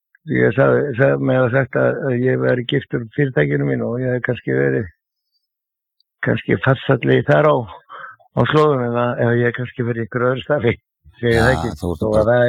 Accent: Reykjavík, Capital Region, Iceland; ég er fæddur á uppalinn í Klefsholtinu

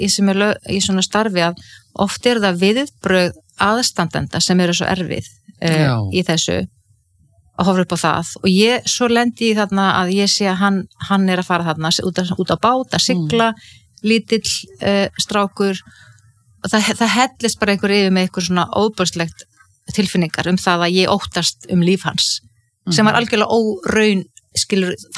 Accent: Ísafjörður, Westfjords, Iceland; ég alveg upp á Ísafirði

